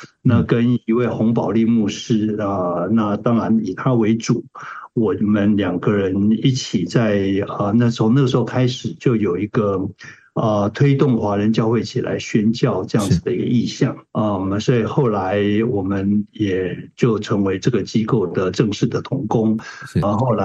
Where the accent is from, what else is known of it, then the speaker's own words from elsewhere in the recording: Taiwan; accent: Taiwanese; moved away as an adult; now in United States; 我是从台湾来的啊，我想听口音也可以听出来。